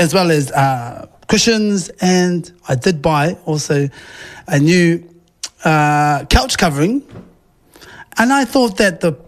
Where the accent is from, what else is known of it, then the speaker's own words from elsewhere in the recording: Wellington, New Zealand; and yes, I am from the Miramaki Burney area.